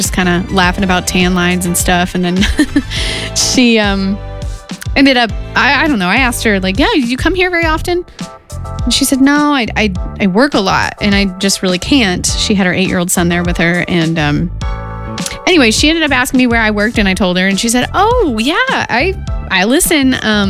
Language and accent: English; Sullivan, Indiana, United States; moved away; Because I grew up in Sullivan, Indiana